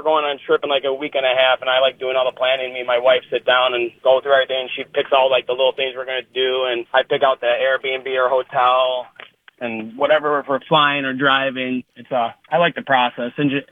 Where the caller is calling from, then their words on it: Lindenhurst, New York, United States; from Lindenhurst.